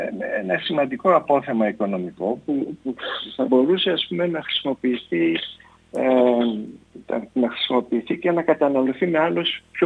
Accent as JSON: {"language": "Greek", "town": "Athens", "region": "Attica", "country": "Greece", "said": "επειδή εγώ είμαι Αθηναίος."}